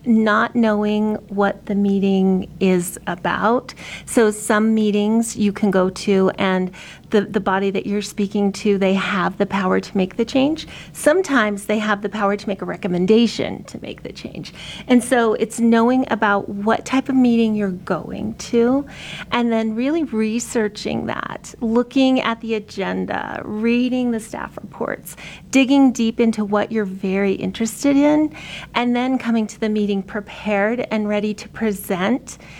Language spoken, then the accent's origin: English; Utah, United States; I was born and raised in Utah, left for a while, and came back. So I have been in the Park City area for the last 6 years.